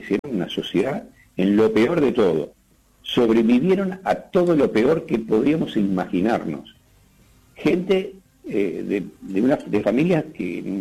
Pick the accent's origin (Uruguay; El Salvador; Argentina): Uruguay; tú sabes que soy el único uruguayo.